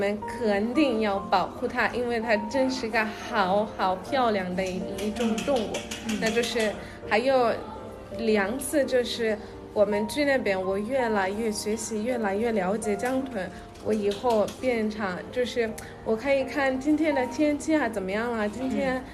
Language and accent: Chinese; Tanzania; Chinese is a second language; moved away as an adult; now in Nanjing, China; 来自坦桑尼亚，我是南京医科大学的学生